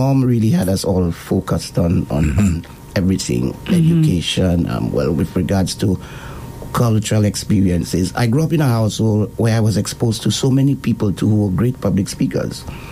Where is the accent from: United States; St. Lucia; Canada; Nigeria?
St. Lucia; growing up in Lance Road, as you said, the communities of Lance Road, Leclerc, Sans Souci, we were very, very close. And so I was born in the era where … were one of the biggest names. And last in a family of nine.